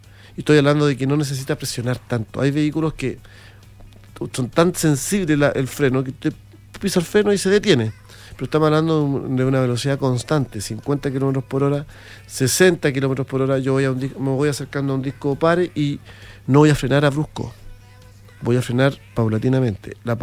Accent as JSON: {"language": "Spanish", "town": "Santiago", "region": "Santiago Metropolitan Region", "country": "Chile", "moved": "yes", "lives_now": "Iquique, Chile", "said": "Yo llevo muchos años en Iquique, yo lo recuerdo, soy de Santiago, llevo alrededor de 32 años acá en esta ciudad, yo soy iquiqueño ya casi."}